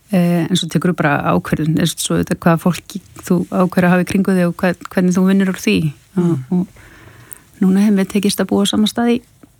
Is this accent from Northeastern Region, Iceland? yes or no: no; Reykjavík, Capital Region, Iceland; also born or lived in Vestmannaeyjar; Hérna og þaðan. Vestmann er Reykjavík. Já, margir staðir í stuttan tíma.